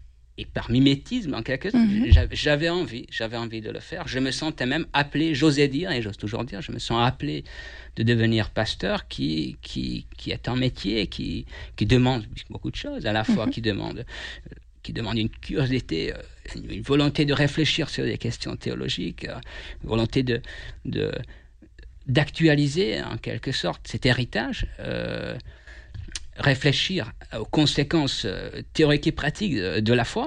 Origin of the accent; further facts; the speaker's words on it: Hungary; French is a second language; moved away as an adult; now in France; Moi, je suis d'origine hongroise et ça fait bientôt 4 ans que je suis en France. Je suis arrivé dans le cadre d'un échange étudiant Erasmus en août 2022.